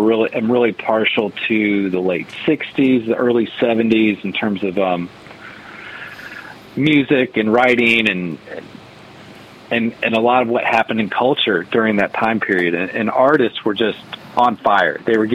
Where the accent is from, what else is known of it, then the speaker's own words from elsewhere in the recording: Bridgman, Michigan, United States; growing up in Bridgman, Michigan